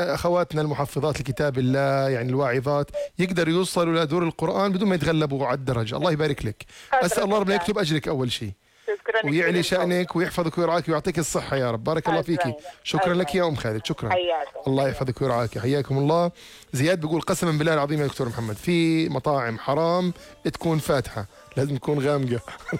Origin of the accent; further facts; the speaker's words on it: Jordan; موضوع الرقابه على الاغذية عندنا في الاردن والله انهم شديدين.